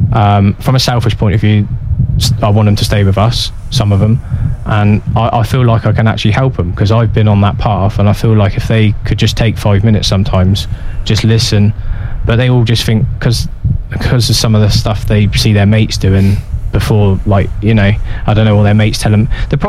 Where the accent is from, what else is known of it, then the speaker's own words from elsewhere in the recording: South West England, United Kingdom; I lived in Hammer, I grew up in Hammer.